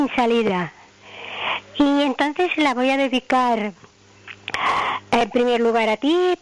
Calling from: Santanyí, Balearic Islands, Spain; de San Oliva.

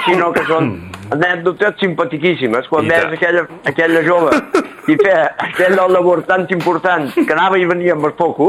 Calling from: Menorca, Balearic Islands, Spain; el que ens identifica un poc com a menorquins

